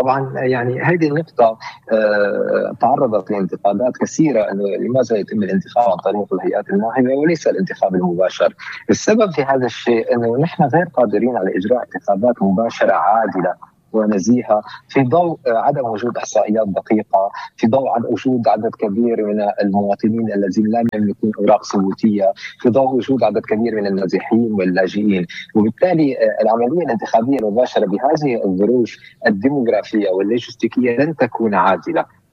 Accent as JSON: {"language": "Arabic", "country": "Syria", "said": "تجمعنا جميعا كسوريين"}